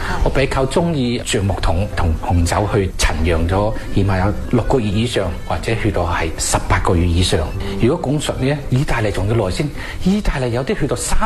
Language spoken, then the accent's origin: Cantonese; China; 好得我们中国人的中庸之道，一定要平衡得到，